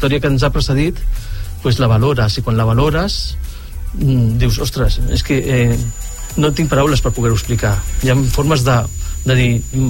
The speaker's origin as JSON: {"language": "Catalan", "town": "Sant Boi de Llobregat", "region": "Catalonia", "country": "Spain", "tie": "born or raised there", "said": "jo soc fill de Sant Boi de tota la vida"}